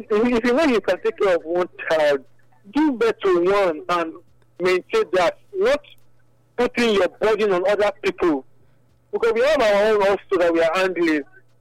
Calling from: Oluku, Edo, Nigeria; I'm calling from Oluku.

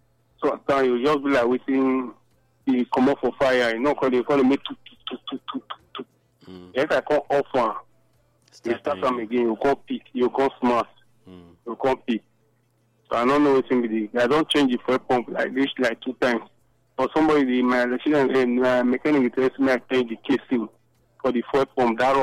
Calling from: Benin City, Edo, Nigeria; I call from Unibin.

